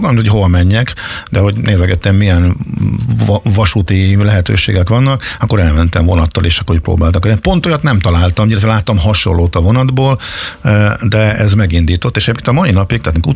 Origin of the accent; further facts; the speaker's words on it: Zalaegerszeg, Zala, Hungary; a Zalaegerszegen nőttem föl